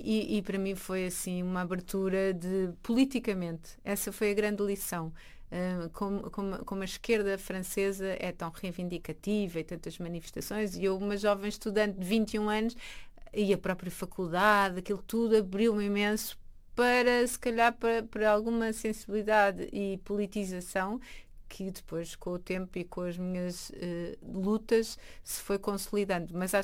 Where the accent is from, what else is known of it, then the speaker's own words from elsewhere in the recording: Lisbon, Portugal; Desde uma zona que foi em tempos mais rural, que é Carnide, onde eu cresci